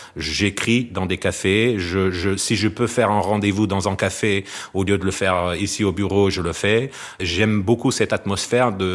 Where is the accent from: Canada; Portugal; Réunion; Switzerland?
Portugal; French is a second language; moved away as an adult; now in Avignon, France; je reste portugais.